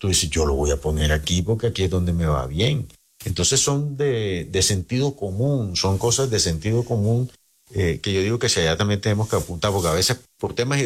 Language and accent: Spanish; Santa Marta, Magdalena, Colombia; A ver, yo soy samario.